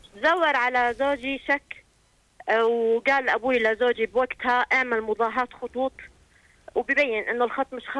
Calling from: Jordan; أنا مواطنة أردنية … من قبيلة بني صخر.

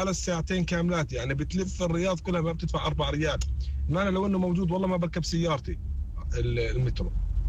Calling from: Jordan

